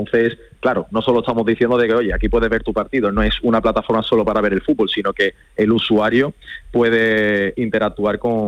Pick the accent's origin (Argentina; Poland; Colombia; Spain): Spain; Andalusia; accent: Andalusian; Como buenos andaluces hay que apoyar nuestro acento.